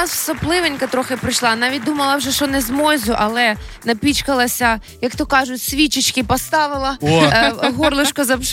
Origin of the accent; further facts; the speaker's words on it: Chervonohrad, Lviv Oblast, Ukraine; Слухай, ну я з Червонограда. Я не з того модного зараз Шептицький, да? Я з Черіка.